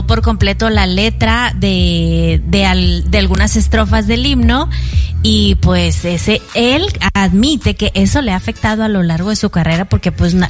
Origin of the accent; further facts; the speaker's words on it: Mexico; Yo, como mexicana